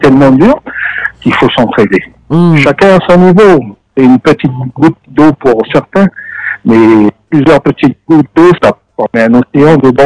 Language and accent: French; New Caledonia; born there; je suis calédonien de naissance, mais ayant voyagé un peu partout, à Tahiti